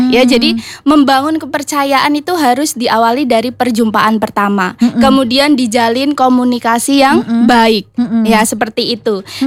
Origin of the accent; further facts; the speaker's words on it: Pati, Central Java, Indonesia; now in Banyumas, Indonesia; Saya berasal dari Pati